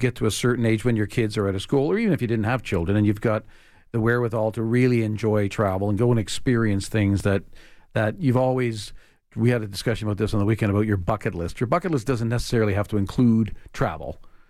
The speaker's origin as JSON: {"language": "English", "town": "Toronto", "region": "Ontario", "country": "Canada", "said": "I'm from Toronto"}